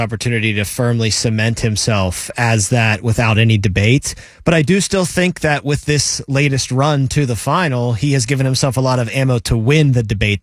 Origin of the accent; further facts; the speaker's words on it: Pittsburgh, Pennsylvania, United States; I'm from Pittsburgh